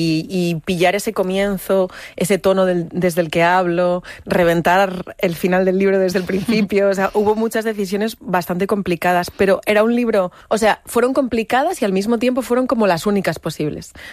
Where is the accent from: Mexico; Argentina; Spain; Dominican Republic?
Spain; Madrid, Community of Madrid; Yo soy de Madrid, pero mis padres son de Extremadura.